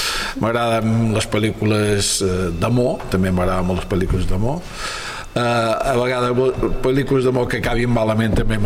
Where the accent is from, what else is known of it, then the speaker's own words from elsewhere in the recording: Pollença, Balearic Islands, Spain; Ara record quan era petit que teníem a Pollença un cine Capitol, que ara l'estan reformant